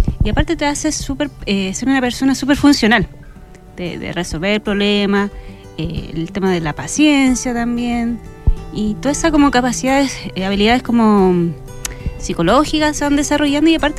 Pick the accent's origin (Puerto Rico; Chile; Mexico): Chile; Paredones, O'Higgins; moved away as an adult; also born or lived in Colchagua; now in Rengo, Chile; Me crié en Paredones y por tema de estudio tuve que ir a Colchagua y después terminé acá en Cachapoal. Uh-huh. Y actualmente vivo acá en Rengo.